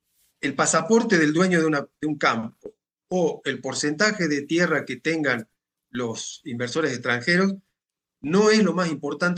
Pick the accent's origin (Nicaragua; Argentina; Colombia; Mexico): Argentina